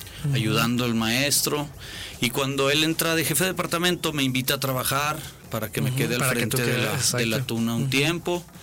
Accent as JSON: {"language": "Spanish", "region": "Aguascalientes", "country": "Mexico", "tie": "born there", "said": "Bueno, pues yo soy nacido aquí en Aguascalientes, uh-huh. Familia tradicional de las de hace muchos años que llegaron de los Altos de Jalisco."}